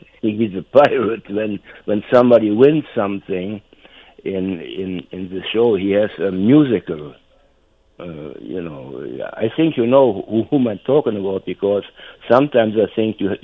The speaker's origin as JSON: {"language": "English", "region": "North Rhine-Westphalia", "country": "Germany", "tie": "born or raised there", "said": "I grew up in North Rhine-Westphalia."}